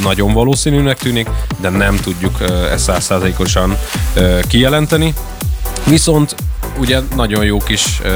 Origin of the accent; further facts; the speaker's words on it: Szeged, Csongrád-Csanád, Hungary; mondom ezt én szegediként